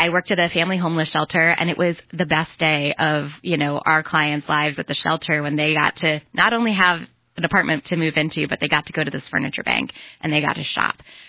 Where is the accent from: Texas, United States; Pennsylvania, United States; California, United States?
Pennsylvania, United States; Mifflinburg; When I, growing up in Mifflinburg, I was very, very young, maybe around 4 when my parents got a divorce.